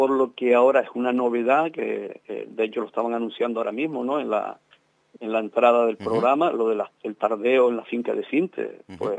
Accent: Teror, Canary Islands, Spain; pues ahí corriendo en la Fuente de la Higuera, ahí en Traspalacio, jugando con mis hermanas, con mis primos, o sea, toda mi vida está unida a Teror

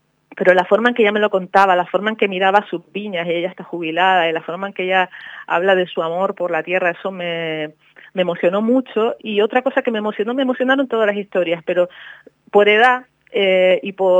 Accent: Las Palmas de Gran Canaria, Canary Islands, Spain; yo soy una mujer de ciudad, yo soy una mujer de Las Palmas.

